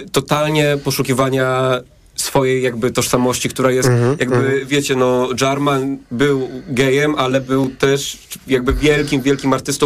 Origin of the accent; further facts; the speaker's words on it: Kazimierz Dolny, Lublin Voivodeship, Poland; also born or lived in London; now in Warsaw, Poland; wychowywałem się jakby na prowincji lubelskiej, wspaniałej.